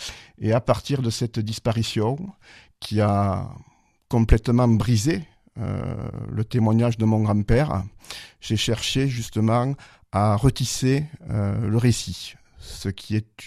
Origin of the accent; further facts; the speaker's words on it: Marvejols, Occitanie, France; born there; now in Mende, France; Oui, je suis né en Lozère, à Marvejols. Je suis d'origine canourgaise, ma famille vit à la Canourgue et je vis à Mende depuis quelques années.